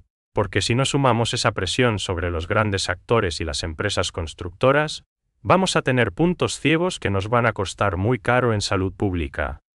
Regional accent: Paraguay

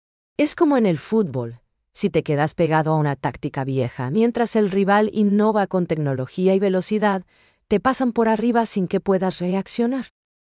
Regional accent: Paraguay; nosotros como paraguayos

